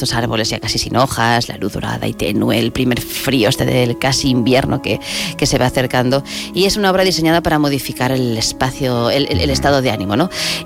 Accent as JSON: {"language": "Spanish", "town": "Barbastro", "region": "Aragon", "country": "Spain", "said": "los de Barbastro cundimos mucho"}